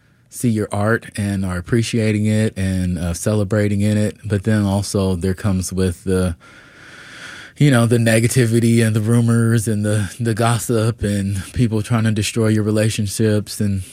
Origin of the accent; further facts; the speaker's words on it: Atlanta, Georgia, United States; moved away; I'm from Atlanta, right?